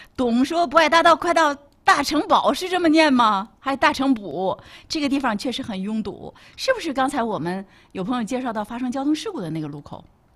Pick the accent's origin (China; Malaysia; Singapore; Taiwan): China; Northeast China; 包括咱们东北话有很多都是这样的